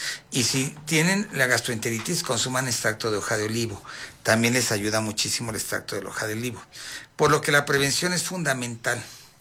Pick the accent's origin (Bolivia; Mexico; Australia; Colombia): Mexico; Coacalco, State of Mexico; Yo soy de aquí, de Coacalco Ranch